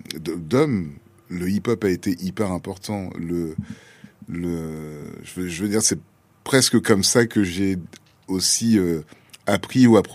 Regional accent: Dakar, Senegal; comme j'ai grandi à Dakar, il y a tout un pan aussi de la jeunesse diasporique que je n'ai pas forcément

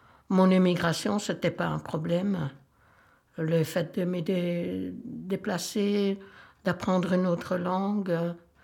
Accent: Tuscany, Italy; French is a second language; moved away as an adult; now in Flémalle, Belgium; une commune où j'habite depuis mon arrivée en Belgique. Et je viens de Toscane. Je suis née là-bas et j'habitais là-bas jusqu'à l'âge de 21 ans, lorsque je me suis mariée. Et je suis venue ici parce que mon mari habitait ici.

